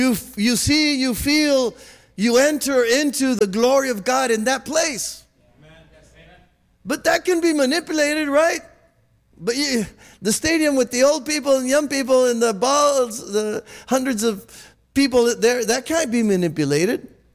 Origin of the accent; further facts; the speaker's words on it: Torreón, Coahuila, Mexico; moved away; I went to my hometown, Torreon